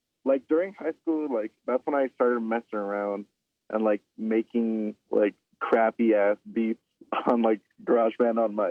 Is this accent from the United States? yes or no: yes; California, United States; moved away; also born or lived in Albuquerque; being born and raised in SoCal, like all over SoCal, every 2 years, my mom and I, we would move to a different city.